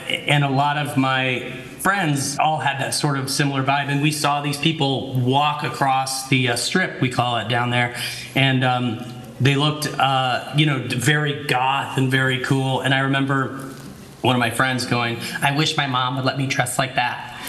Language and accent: English; Carbondale, Illinois, United States; Yeah, so I'm from Carbondale, Illinois, where SIU is.